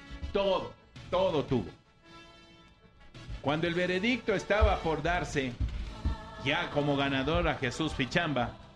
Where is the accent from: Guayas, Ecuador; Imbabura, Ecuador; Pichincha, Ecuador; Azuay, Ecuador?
Imbabura, Ecuador; Yo no soy de Peguche, pero soy de ahí al ladito, de Quichimanguche soy yo.